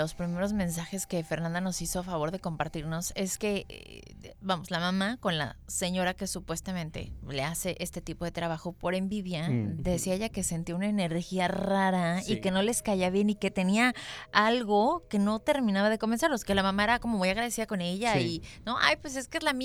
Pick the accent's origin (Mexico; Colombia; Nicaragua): Mexico